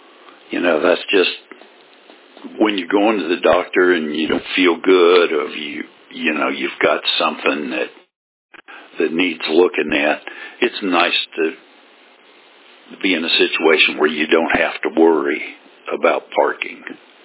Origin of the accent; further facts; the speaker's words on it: Atchison, Kansas, United States; driving through Leavenworth, Kansas, which is about 25 miles, almost due south of my hometown of Atchison, Kansas.